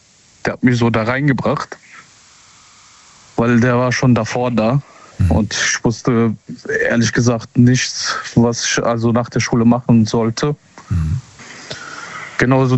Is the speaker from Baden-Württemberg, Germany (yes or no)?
no; Seeheim-Jugenheim, Hesse, Germany; Ich bin aus Seeheim.